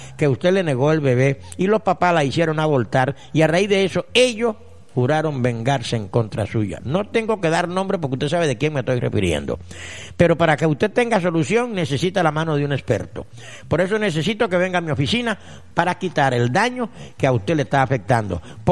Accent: Guapi, Cauca, Colombia; y me volví para la costa, o sea, para Guapi, de donde soy, y volví y me enfermé.

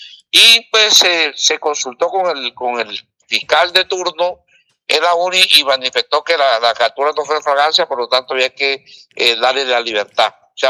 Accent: Villanueva, La Guajira, Colombia; nosotros prácticamente somos de Villanueva también.

